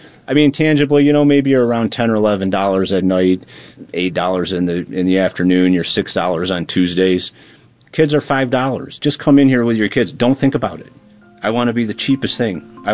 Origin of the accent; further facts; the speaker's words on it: Grayling, Michigan, United States; I'm from Michigan and he was our senator. So he said, oh yeah, where are you from? I said, Grayling. I said, you know, my family owns that movie theater there.